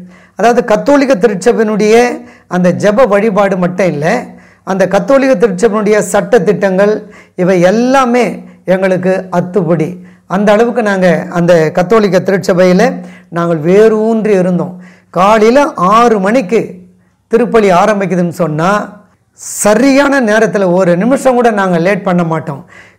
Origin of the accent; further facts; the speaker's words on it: Nedungundram, Tamil Nadu, India; also born or lived in Perumbakkam; அந்த பெரும்பாக்கத்திலிருந்து என்னுடைய முழு குடும்பமும் என்னையும் கூட்டிக்கின்னு என்னுடைய சொந்த ஊருக்கு, அதாவது நெடுங்குன்றம், வண்டலூர் ஜூவுக்கு பக்கத்தில் நெடுங்குன்றம் என்ற கிராமம் தான் என்னுடைய சொந்த ஊர்.